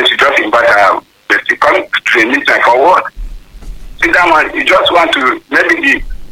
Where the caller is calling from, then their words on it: Hokkaido, Japan; calling from Hokkaido.